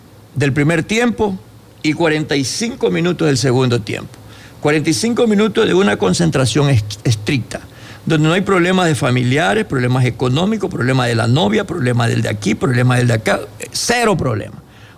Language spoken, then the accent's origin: Spanish; Quevedo, Los Ríos, Ecuador; born there; Yo nací por el Quevedo.